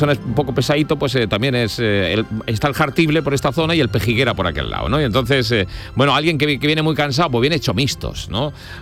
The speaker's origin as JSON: {"language": "Spanish", "area": "Jaén", "region": "Andalusia", "country": "Spain", "said": "Las expresiones típicas en Jaén, por ejemplo, en mi tierra se dice la víctica"}